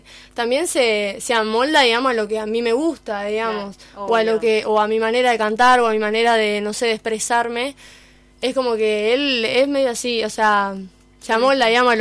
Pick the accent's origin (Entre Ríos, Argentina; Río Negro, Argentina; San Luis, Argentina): Entre Ríos, Argentina; Diamante; estamos todos los diamantinos ahí